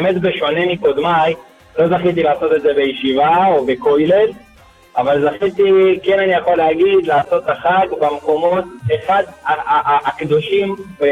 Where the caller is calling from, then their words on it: Yad Binyamin, Central District, Israel; אני מיד בנימין, ליד גדרה, קריית מלאכי.